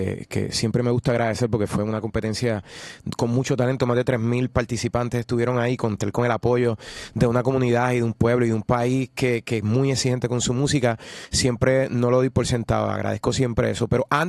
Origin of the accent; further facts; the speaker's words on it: Yabucoa, Puerto Rico; also born or lived in Humacao; yo me crié en Yabucoa, cerquita ahí de Humacao, de la familia de mi papá es de Humacao también. Entonces, entre Yabucoa y Humacao hice lo que fue mi infancia